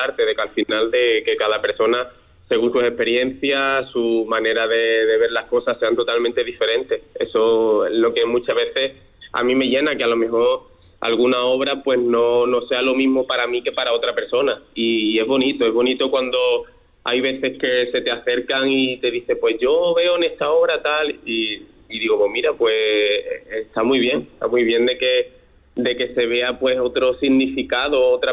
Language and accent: Spanish; Ayamonte, Andalusia, Spain; Sí, a ver, yo soy de Ayamonte